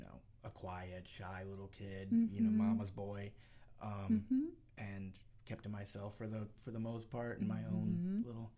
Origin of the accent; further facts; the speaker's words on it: New England, United States; also born or lived in Northampton, Massachusetts / Kansas / Virginia; I was born right here in New England, in Northampton, Massachusetts. But as a kid and a teenager, I was all around New England, and I lived in Kansas for a while, Virginia.